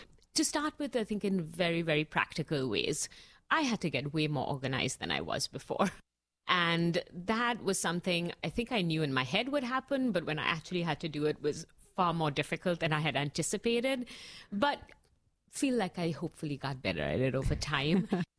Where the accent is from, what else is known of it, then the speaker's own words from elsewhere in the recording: Mumbai, Maharashtra, India; moved away as an adult; now in United States; I was born in Mumbai and grew up. I actually spent my first 21 years there. I came to the U.S. to do my master's at Brandeis University